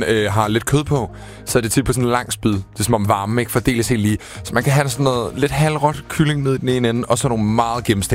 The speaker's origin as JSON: {"language": "Danish", "town": "Copenhagen", "region": "Capital Region of Denmark", "country": "Denmark", "said": "her i København er vi mest på de quinoa-baserede salater, hvor jeg kommer fra."}